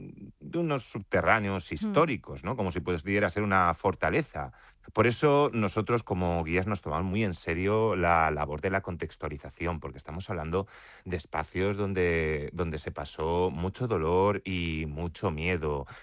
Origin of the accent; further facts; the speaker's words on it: Alicante, Valencian Community, Spain; un aspecto que muchas veces olvidamos como alicantinos es que la Guerra Civil acabó aquí en Alicante. Fuimos el último reducto en ser tomado.